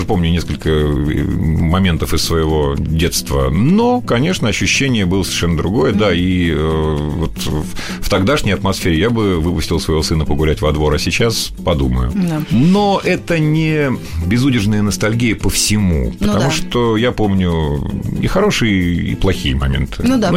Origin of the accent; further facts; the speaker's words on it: Northern Kazakhstan, Kazakhstan; moved away; Я родился и вырос в Северном Казахстане, как раз примерно между космодромом и ядерным полигоном Семипалатинске.